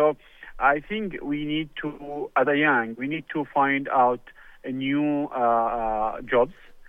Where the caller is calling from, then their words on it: Baghdad, Baghdad Governorate, Iraq; from Baghdad.